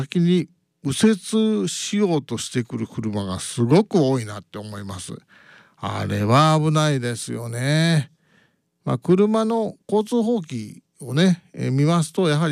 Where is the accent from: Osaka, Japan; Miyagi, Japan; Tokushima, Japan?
Osaka, Japan; now in Kanazawa, Japan; 大阪出身なんでね、私は大阪の運転を見て金沢に来ましたので、